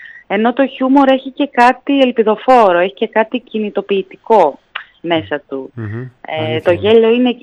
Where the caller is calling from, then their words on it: Athens, Attica, Greece; σας μιλάω από την Αθήνα αυτή τη στιγμή